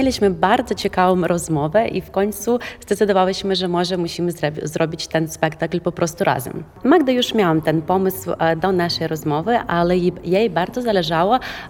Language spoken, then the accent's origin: Polish; Ukraine; now in Berlin, Germany; Ja zajmuję się badaniami w Berlinie. Jestem neuronaukowczynią z Ukrainy, która pracuje w jednym z największych szpitali w Europie